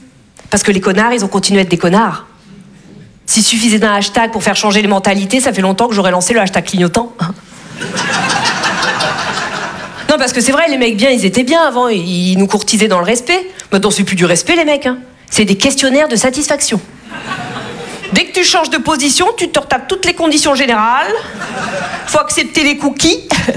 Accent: Russia; Je lui ai dit, bon, non, moi, je suis russe, ça ne me dérange pas.

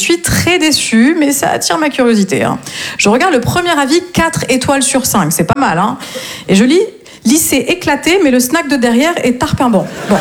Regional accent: Grand Est, France; moved away as an adult; also born or lived in Nancy; now in Marseille, France; je viens du nord-est de la France et je me suis installée à Marseille il y a tout juste 3 ans et demi. Alors je pense que vous l'avez deviné, à Nancy j'étais prof d'anglais

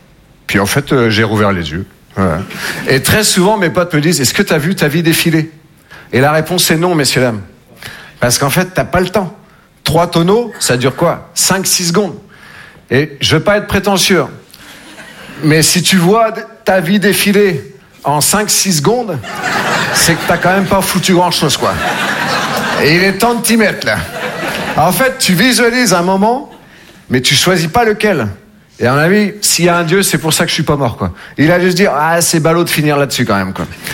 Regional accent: Nouvelle-Aquitaine, France; Moi, je viens des Deux-Sèvres, entre le Puy du Fou et le Futuroscope. Voilà, c'est au milieu. C'est là où les gens s'arrêtent pour pisser, tu vois.

